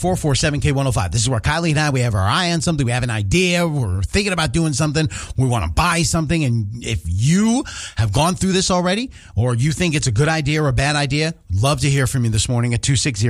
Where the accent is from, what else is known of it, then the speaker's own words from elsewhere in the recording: Hudson, New York, United States; moved away; Hudson, where I grew up